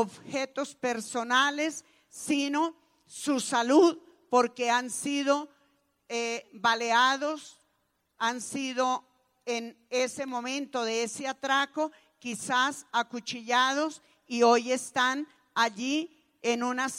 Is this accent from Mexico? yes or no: no; Colombia